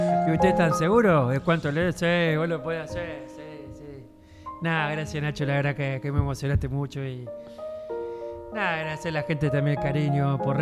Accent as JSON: {"language": "Spanish", "region": "Santa Fe", "country": "Argentina", "said": "uno como también santafesino."}